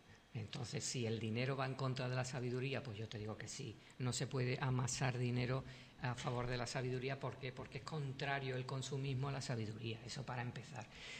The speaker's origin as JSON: {"language": "Spanish", "region": "Andalusia", "country": "Spain", "said": "soy andaluz y también no, me gustaría estar en una terraza."}